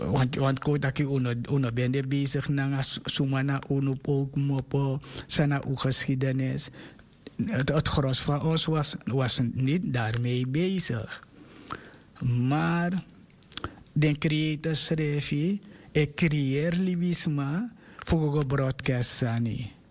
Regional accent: Suriname; born there; Ik ben een Surinaamse Afrikaan. Ik ben geboren in Suriname.

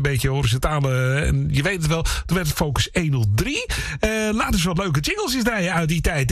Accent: North Holland, Netherlands; Ik kom zelf uit Halo.

